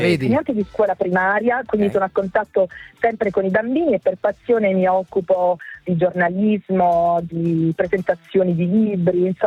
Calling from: Locorotondo, Apulia, Italy; sono di Loco Rotondo.

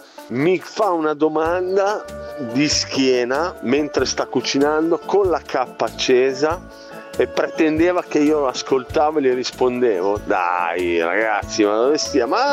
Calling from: Cologno, Lombardy, Italy; da Cologno.

